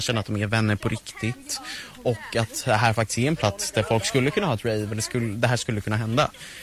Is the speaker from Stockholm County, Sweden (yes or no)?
yes; Nacka, Stockholm County, Sweden; Jag är från Nacka.